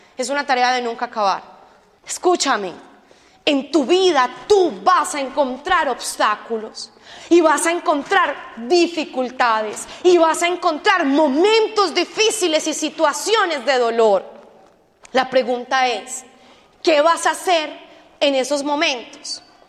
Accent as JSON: {"language": "Spanish", "country": "Colombia", "moved": "yes"}